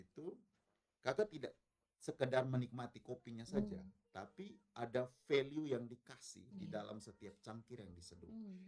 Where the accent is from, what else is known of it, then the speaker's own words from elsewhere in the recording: Bajawa, East Nusa Tenggara, Indonesia; Karena saya asli Bajawa. Saya bapak mama tuh Bajawa.